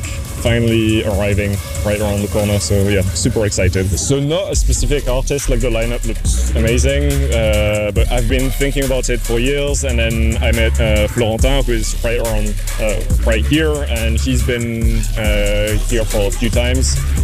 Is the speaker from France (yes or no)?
yes; France; English is a second language; I'm from France.